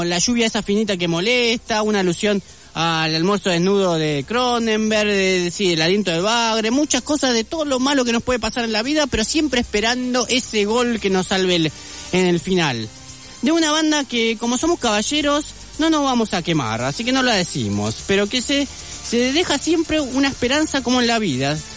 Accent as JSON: {"language": "Spanish", "country": "Argentina"}